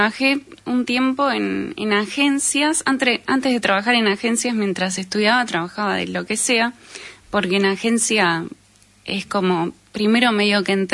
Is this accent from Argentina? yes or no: yes; Pergamino, Buenos Aires Province, Argentina; born there; yo nací en Pergamino, provincia de Buenos Aires